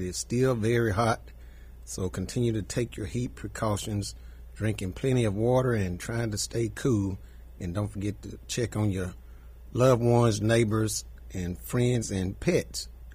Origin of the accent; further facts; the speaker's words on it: Athens, Alabama, United States; a big shout out to everyone listening over in my hometown, Athens, Alabama, on this Saturday evening.